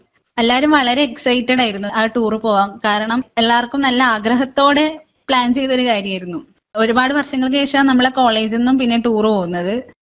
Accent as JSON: {"language": "Malayalam", "town": "Payyanur", "region": "Kerala", "country": "India", "tie": "born or raised there", "said": "എന്റെ നാട് കണ്ണൂരിലെ പയ്യന്നൂരാണ്."}